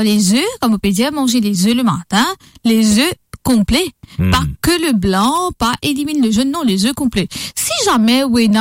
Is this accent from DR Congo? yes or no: no; Mauritius; Alors, je suis mauricienne, hein. Nous connaissons très bien que nous, en tant que mauriciens, le premier repas, c'est quoi?